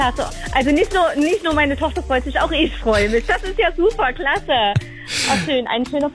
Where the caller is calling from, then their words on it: Langenleuba-Niederhain, Thuringia, Germany; Aus Langenläufer-Niederhain. Das ist so Altenburger Land, ein Stückchen weg.